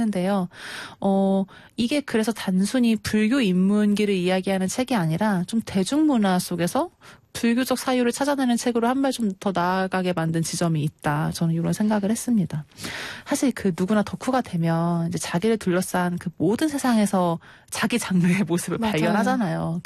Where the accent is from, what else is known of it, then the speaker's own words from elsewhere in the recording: South Chungcheong, South Korea; 제 본가가 충청남도에